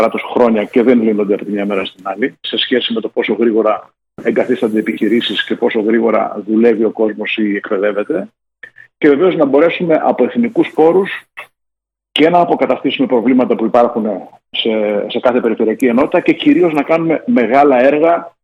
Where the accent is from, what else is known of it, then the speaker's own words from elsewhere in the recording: Peloponnese, Greece; εδώ στην πατρίδα μου την Αρκαδία